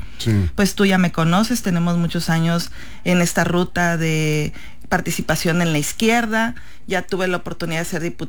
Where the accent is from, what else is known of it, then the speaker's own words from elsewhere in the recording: Chametla, Sinaloa, Mexico; Ahí fue donde también conocí que mi pueblo era un pueblo de origen prehispánico